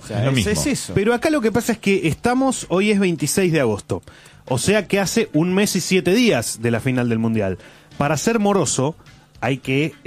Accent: Buenos Aires Province, Argentina; yo nací y me crié en el Partido de la Matanza, con lo cual soy efectivamente muy negro.

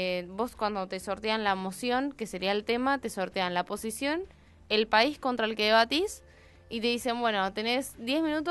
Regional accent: Argentina

